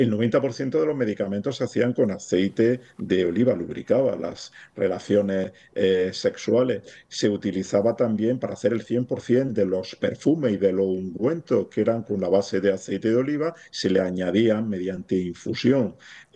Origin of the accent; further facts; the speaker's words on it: Jaén, Andalusia, Spain; Yo soy andaluz, yo nací en Jaén, aquí es donde he vivido, y entonces, claro, al nacer entre los bosques geométricos de olivares, pues toda la cultura popular, la cultura tradicional en donde yo me he criado, pues estaba empapada por el aceite de oliva